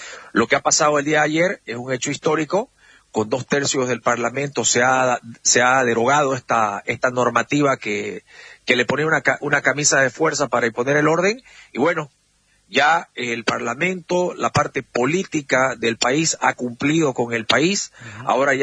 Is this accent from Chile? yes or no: no; Santa Cruz, Bolivia; Yo soy del departamento Santa Cruz de la Sierra.